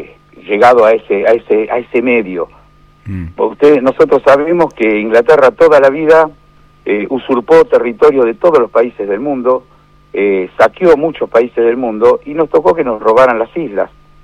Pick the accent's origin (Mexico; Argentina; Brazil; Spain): Argentina; lo que somos los argentinos